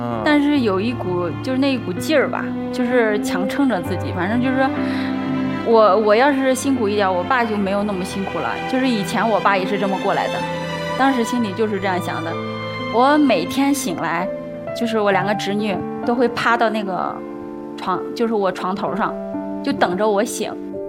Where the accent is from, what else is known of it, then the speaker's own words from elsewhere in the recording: China; moved away as an adult; also born or lived in Shaanxi; 抱着我女儿从陕西然后坐高铁回到我老家的赵国坝，对，就一直住在娘家